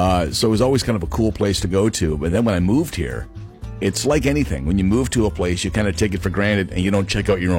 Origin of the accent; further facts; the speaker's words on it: Burlington, Ontario, Canada; moved away as an adult; now in Niagara, Canada; And I grew up kind of neighboring Niagara. I grew up in the Burlington area.